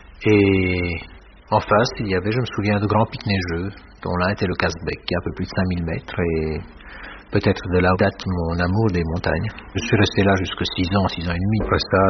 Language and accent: French; Belgium; à Paris, puis à Bruxelles, où ma mère avait fait ses études avant la guerre. Et c'est comme ça que j'ai été élevé en Belgique.